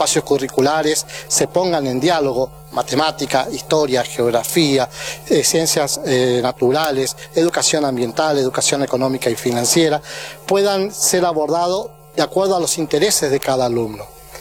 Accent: Argentina; nos identifica como argentinos

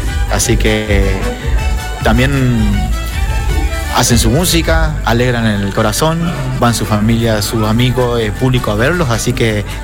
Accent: Juan José Castelli, Chaco, Argentina; Yo vengo allá de Juan José Castelli

